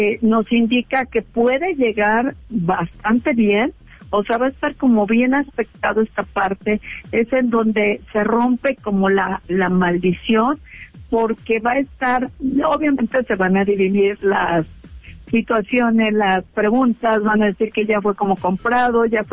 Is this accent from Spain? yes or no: no; Mexico; nosotros como mexicanos